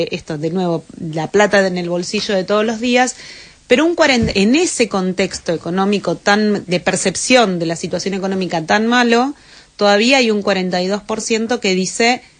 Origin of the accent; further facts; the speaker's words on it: Argentina; todos somos argentinos